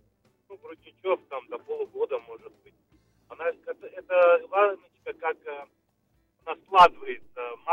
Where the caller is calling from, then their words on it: Afula, Northern District, Israel; Я из Афулы.